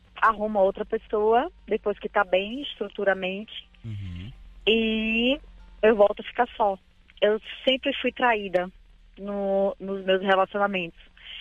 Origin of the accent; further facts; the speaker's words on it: Bahia, Brazil; Que eu sou baiana, sou da Bahia.